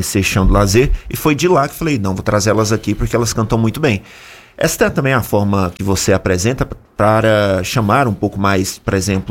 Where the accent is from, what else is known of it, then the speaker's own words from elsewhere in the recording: Goiás, Brazil; now in Brasília, Brazil; Eu sou de Goiás